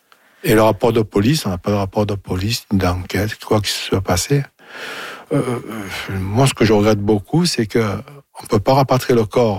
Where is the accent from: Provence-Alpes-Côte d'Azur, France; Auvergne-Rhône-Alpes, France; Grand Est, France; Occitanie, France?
Provence-Alpes-Côte d'Azur, France; Marseille; accent: Marseille; Je suis d'importation, avec mon accent, justement, de Marseille, bien sûr